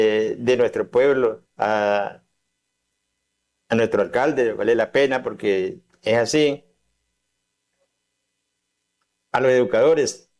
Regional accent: Arauquita, Arauca, Colombia; el barrio San Martín, donde yo nací

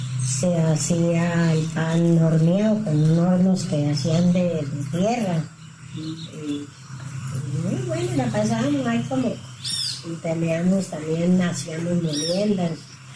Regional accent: Boyacá, Colombia; born there; now in Saravena, Colombia; de mi pueblo aquí, de mi pueblo que es en Boyacá, nos mudamos para Saravena.

